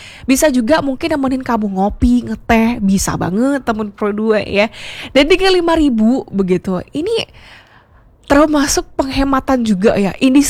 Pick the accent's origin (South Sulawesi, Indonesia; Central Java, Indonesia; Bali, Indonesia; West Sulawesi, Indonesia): Bali, Indonesia; aku sebagai orang Bali yang lahir di Bali, terus juga tumbuh besar di Bali